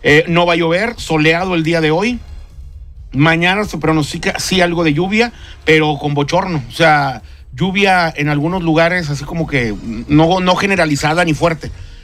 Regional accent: Monterrey, Nuevo León, Mexico; No, yo soy de Monterrey.

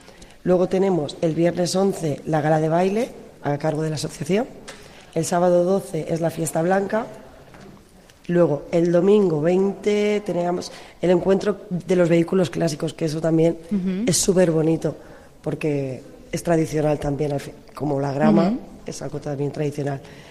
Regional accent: El Campello, Valencian Community, Spain; este no es mi pueblo natal. Uh-huh. Yo en realidad soy de Campello, me vine aquí a vivir hace 13 años

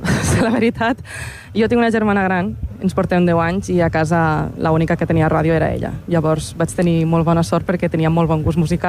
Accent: L'Ametlla de Mar, Catalonia, Spain; now in Barcelona, Spain; Jo soc de l'Ametlla de Mar.

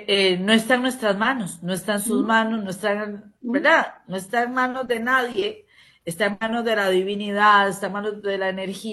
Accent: Costa Rica

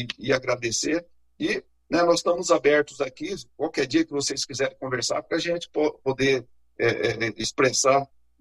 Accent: Cascavel, Paraná, Brazil; Pois nós somos de Cascavel, aqui no oeste paranaense.

